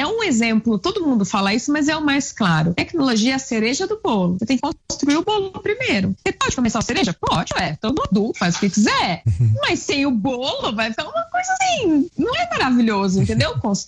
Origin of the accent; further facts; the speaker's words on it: Italy; Que eu preciso da minha mão, que eu sou italiana e eu falo com a mão